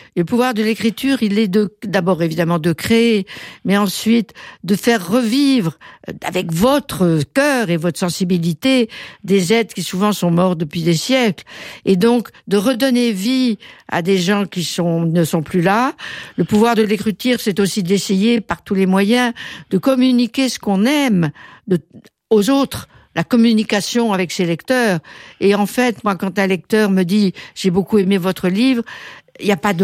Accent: Paris, Île-de-France, France; moved away as an adult; also born or lived in United States; je suis une Parisienne d'origine, puisque je suis née à Paris

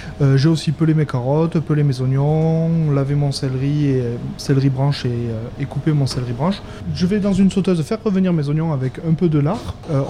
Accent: Occitanie, France; Ah, moi, je suis aveyronnais aussi.

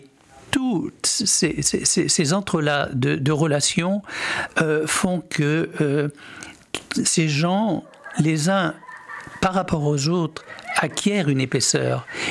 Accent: Nouvelle-Aquitaine, France; Pourquoi en Charente? Parce qu'en fait, c'est ma terre natale.

